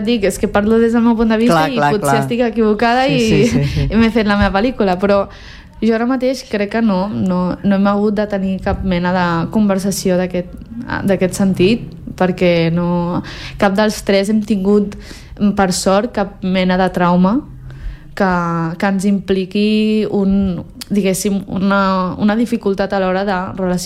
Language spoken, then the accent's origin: Catalan; Catalonia, Spain; born there; also born or lived in China; pues jo sóc d'aquí, i al final, clar, ma mare em va dir, sí, ets aquí, però... I llavors em va explicar com una mica el viatge i tot, i en aquell moment, o sigui, el viatge de jo anar de la Xina aquí